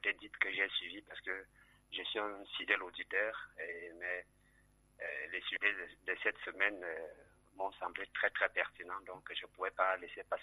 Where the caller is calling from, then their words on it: Yaoundé, Centre, Cameroon; Ah, je suis à Tam Tam.